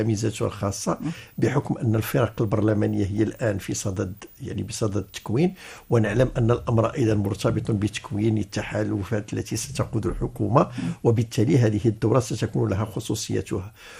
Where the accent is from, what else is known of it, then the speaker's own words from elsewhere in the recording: Morocco; عندنا في المغرب